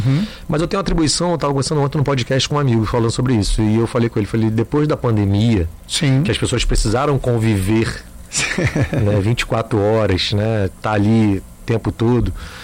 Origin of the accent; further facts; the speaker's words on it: Rio de Janeiro, Brazil; moved away; Eu sou do Rio, né?